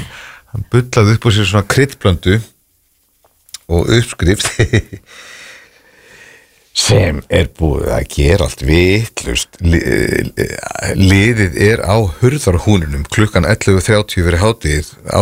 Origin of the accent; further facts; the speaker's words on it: Reykjavík, Capital Region, Iceland; Málið að ég fættur á uppalinn á Sólvallagötu sem bara nokkrum húsum frá og ég hef aldrei farið úr Vesturbönn